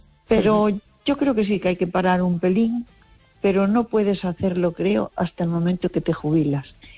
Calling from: Baiona, Galicia, Spain; de Bayona.

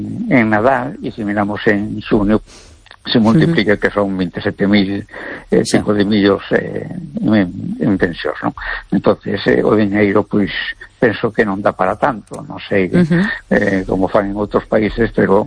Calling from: A Coruña, Galicia, Spain; de Coruña.

